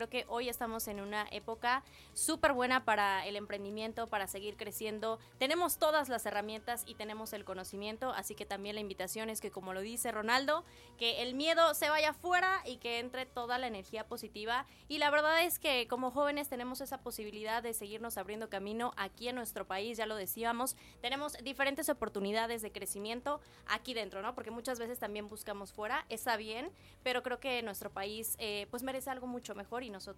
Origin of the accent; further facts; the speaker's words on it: Mexico; Como mexicano nos sentimos identificados